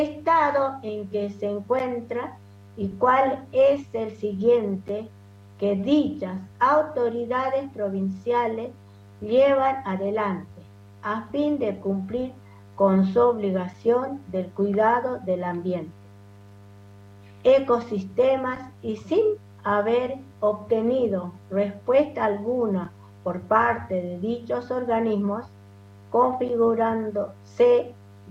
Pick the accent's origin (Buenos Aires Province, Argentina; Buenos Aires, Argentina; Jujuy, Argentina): Jujuy, Argentina; vengo de la cuenca de Pozuelo, Laguna de Pozuelo, donde está totalmente muerta la laguna, y mi pueblo, soy del pueblo Colla.